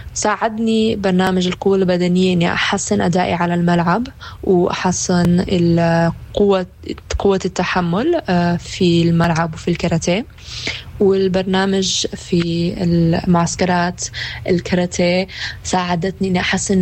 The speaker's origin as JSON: {"language": "Arabic", "country": "Palestine", "said": "أنا كلاعبة فلسطينية"}